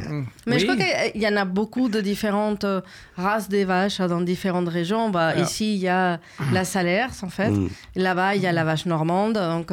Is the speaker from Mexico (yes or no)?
yes; Mexico; moved away; Non, parce que je viens du Mexique.